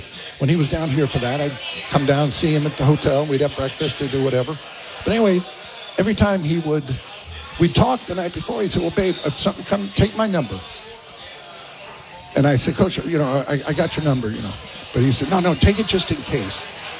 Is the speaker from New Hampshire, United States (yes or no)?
no; California, United States; I'm from California.